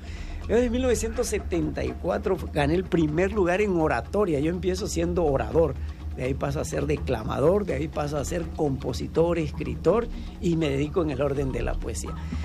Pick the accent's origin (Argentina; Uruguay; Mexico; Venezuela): Mexico; Frontera, Tabasco; moved away as an adult; also born or lived in Mexico City; now in Chilapa, Mexico; chilango, okay. Nací en el Distrito Federal. Pero solamente fue por un periodo de tiempo muy corto y de ahí regresé a mis orígenes, a Tabasco específicamente, al municipio de Centla, la cabecera municipal de Frontera. De ahí soy. Ahí okay. llevé casi todos mis estudios